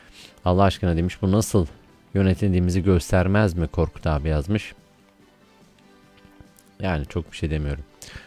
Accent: Iğdır, Turkey; Iğdır'ı benim memleketim

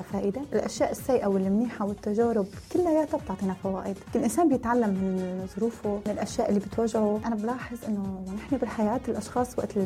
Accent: Syria; now in United Arab Emirates; ونحن كسوريين محبوبين بالامارات. يعني انا عن تجربتي، انا سلال تجربتي شي 7 سنين تاكل، بس نحن كسوريين شعب محبب بالامارات

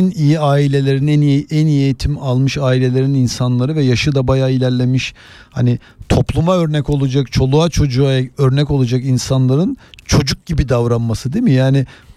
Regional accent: Gaziosmanpaşa, Istanbul, Turkey; Bak, ben Gazi Osman Paşa'da büyüdüm. Hani senin o hani varoş diye anlattıkları böyle eğitim konusunda problemli bir yerde büyümüşüm.

